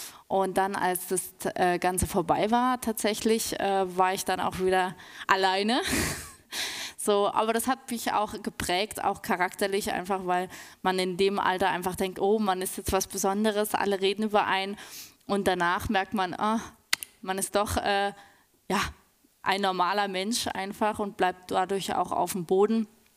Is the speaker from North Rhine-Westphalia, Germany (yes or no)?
no; Baden-Württemberg, Germany; Ich komme aus Aachen, aus dem Ortenaukreis.